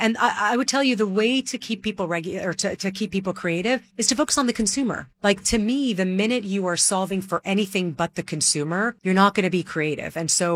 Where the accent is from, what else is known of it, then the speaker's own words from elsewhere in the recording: Dubai, United Arab Emirates; now in New York, United States; I'm originally Lebanese. I grew up in the Middle East in Dubai back when nobody really knew what the UAE was. And then my family immigrated to the US. And so now I live in New York with my husband and my daughter.